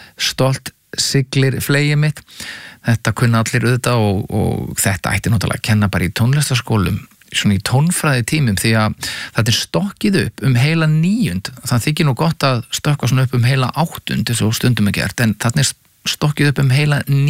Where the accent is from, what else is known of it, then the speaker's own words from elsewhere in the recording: Reykjavík, Capital Region, Iceland; Þegar ég var alveg upp sem drengur í Breiðholtinu, þá var náttúrulega mikið punk og disco